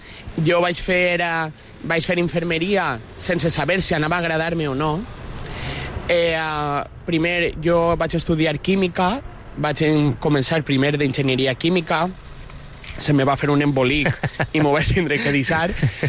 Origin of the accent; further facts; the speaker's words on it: Valencian Community, Spain; els valencians com a... tinguem una cosa molt bonica, que és l'idioma, tinguem el valencià